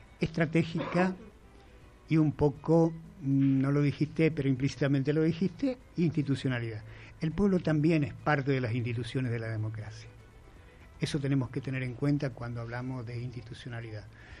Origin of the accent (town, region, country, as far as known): Argentina